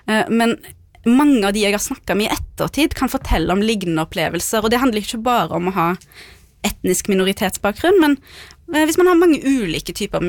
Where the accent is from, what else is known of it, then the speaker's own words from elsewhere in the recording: Haugesund, Rogaland, Norway; first language Norwegian; also born or lived in Beirut; Og jeg er oppvokst i Haugesund, jeg født i Beirut, men jeg kom jo her da jeg var et halvt år gammel, så mitt primærspråk er jo norsk.